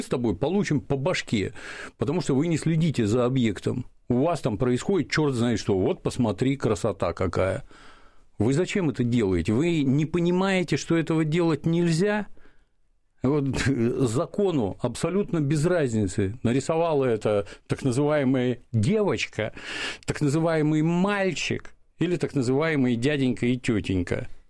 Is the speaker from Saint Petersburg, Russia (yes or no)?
yes; Saint Petersburg, Russia; А мне кажется, вы гадите в моем родном городе.